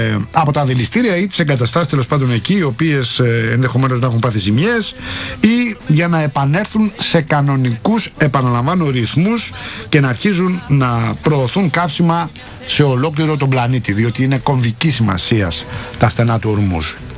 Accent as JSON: {"language": "Greek", "town": "Rafina", "region": "Attica", "country": "Greece", "tie": "born or raised there", "said": "καλημέρα στην πατρίδα μου στη Ραφίνα."}